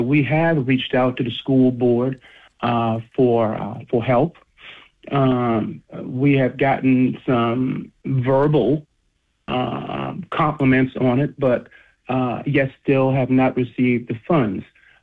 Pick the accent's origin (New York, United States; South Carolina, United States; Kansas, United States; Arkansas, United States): South Carolina, United States; Edisto Island; I'm originally from Edisto Island, and I went to Baptist Hill High School, and was fortunate enough to be taught by some very dedicated people.